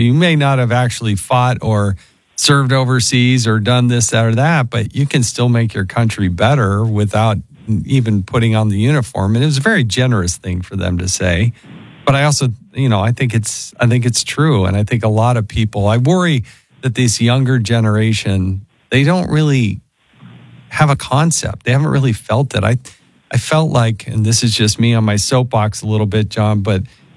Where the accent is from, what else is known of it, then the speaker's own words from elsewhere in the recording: Utah, United States; I'm a rookie. I'm a member of Congress. I'm from Utah. I'm not in the military.